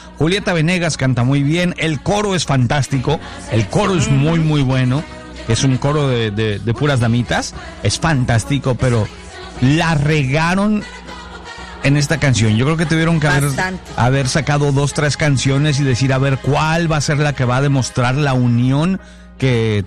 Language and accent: Spanish; Mexico; para nosotros somos de México, ¿no?